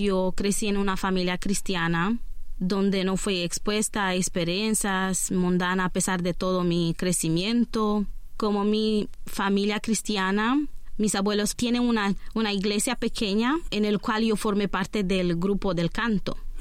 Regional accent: Romania; first language Romanian; Spanish is a second language; moved away; Yo soy de Rumania. Mi primer idioma no es español, es rumano. Yo nací dentro de una familia cristiana donde mis abuelos son pastores en una iglesia.

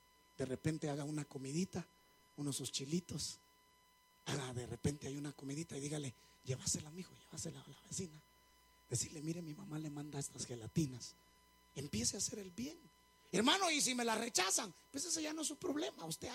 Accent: Zacapa, Guatemala; Porque yo soy de Zacapa, tierra caliente.

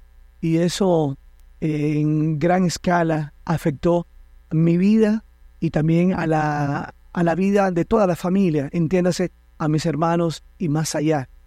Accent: Puerto Plata, Dominican Republic; also born or lived in Santiago de los Caballeros; volvimos a Puerto Plata, a donde nací y a donde nacieron la mayoría de mis hermanos. Porque mi papá y mi mamá son de la segunda capital de la República Dominicana, Santiago de los Caballeros, pero tienen mucho tiempo establecidos en Puerto Plata

